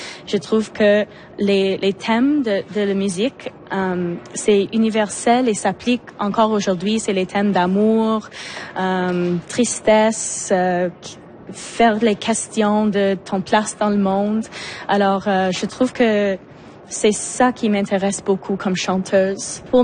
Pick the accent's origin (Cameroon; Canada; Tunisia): Canada; Montreal, Quebec; parce que on vient de Montréal puis on a essayé de trouver une façon de amener tous les instruments de Montréal jusqu'à Vancouver.